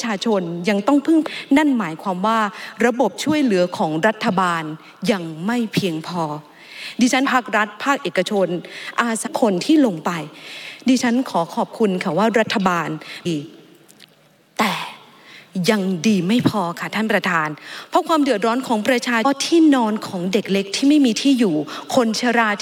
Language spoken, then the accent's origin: Thai; Isan, Thailand; ดิฉันค่ะเป็นลูกอีสาน